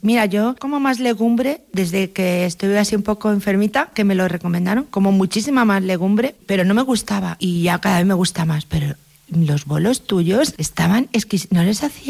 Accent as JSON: {"language": "Spanish", "region": "Extremadura", "country": "Spain", "tie": "born there", "said": "En mi pueblo también, en Extremadura, es así."}